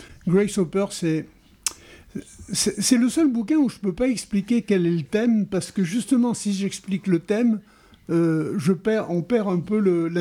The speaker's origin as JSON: {"language": "French", "region": "Auvergne-Rhône-Alpes", "country": "France", "tie": "born there", "moved": "yes", "lives_now": "Tarn, France", "said": "je ne suis pas tarné, je ne suis pas né ici, je suis né en Ardèche."}